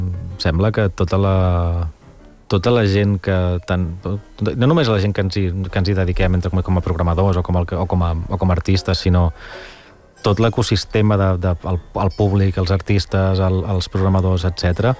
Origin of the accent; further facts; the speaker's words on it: Granollers, Catalonia, Spain; jo soc de Granollers